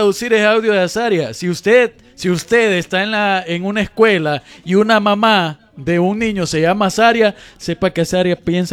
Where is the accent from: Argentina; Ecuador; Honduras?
Honduras; los hondureños somos tan faltos de identidad que vamos a una embajada y venimos hablando como extranjeros.